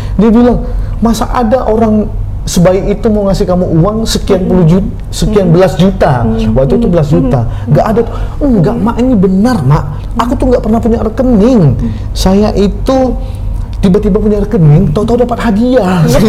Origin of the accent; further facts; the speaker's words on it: Riau, Indonesia; born there; now in Surabaya, Indonesia; saya kan kebetulan lahir Riau, di Surabaya itu sejak 2021.